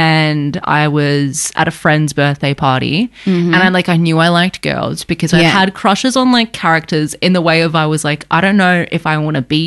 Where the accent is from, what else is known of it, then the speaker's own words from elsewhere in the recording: Australia; we're from Australia.